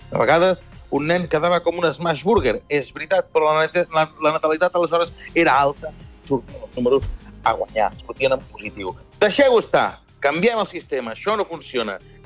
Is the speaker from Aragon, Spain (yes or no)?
no; Sabadell, Catalonia, Spain; Jo sóc de Sabadell